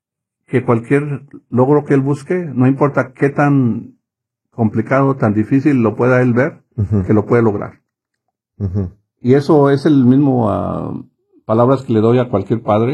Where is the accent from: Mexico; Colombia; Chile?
Mexico; moved away; Siendo mexicano, siendo primera generación, siendo alguien que creció humildemente